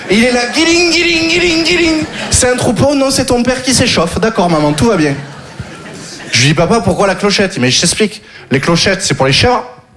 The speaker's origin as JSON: {"language": "French", "region": "Occitanie", "country": "France", "tie": "born or raised there", "said": "Je viens du Sud, j'ai grandi dans le Gard. Le Gard, vous connaissez, Disneyland pour les chasseurs."}